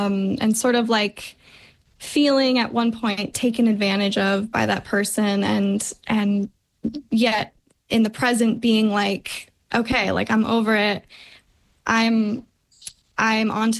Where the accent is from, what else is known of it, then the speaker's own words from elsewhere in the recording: Montana, United States; I'm from Montana originally, and I grew up in a pretty musical family.